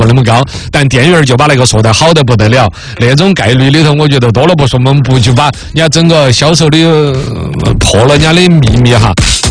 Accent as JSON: {"language": "Chinese", "country": "China"}